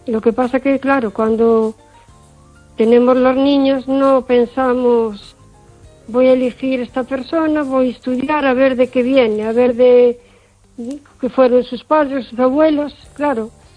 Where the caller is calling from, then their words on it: O Carballiño, Galicia, Spain; de Carballiño.